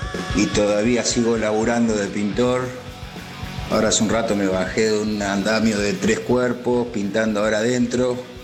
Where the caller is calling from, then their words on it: Trelew, Chubut, Argentina; de Trelew, Chubut.